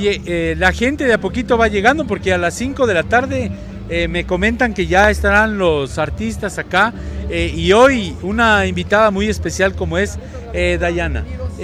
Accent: Ecuador; nosotros somos bien golosos, los ecuatorianos como tal somos golosos, sobre todo los quiteños, ambateños

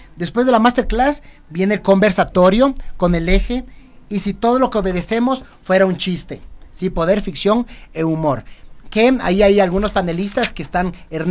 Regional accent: Quito, Pichincha, Ecuador; este humor de lo diferente que somos los quiteños, ¿no?

